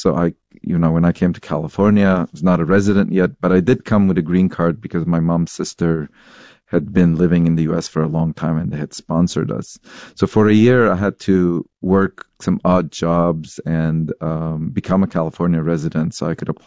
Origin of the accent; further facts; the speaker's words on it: Lebanon; English is a second language; moved away as an adult; now in United States; As I mentioned, I was an immigrant. I came to United States from Lebanon. At that point, as a naive 18-year-old, I didn't even know that a career in science was a possibility.